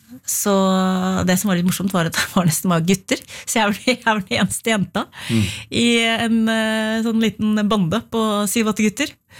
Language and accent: Norwegian; Re, Vestfold, Norway; Skolen var i Tønsberg, ja. Men jeg vokste opp i Re kommune på landet, utenfor Tønsberg.